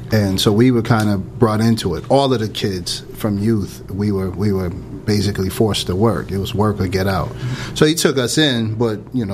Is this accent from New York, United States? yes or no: yes; Rochester, New York, United States; born or raised there; also born or lived in Syracuse, New York